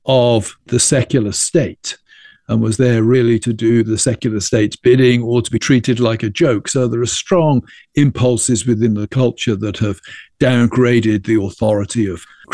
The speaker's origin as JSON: {"language": "English", "region": "England", "country": "United Kingdom", "said": "You know, my home country of England even has a different culture to that of Scotland, let alone Italy or Spain."}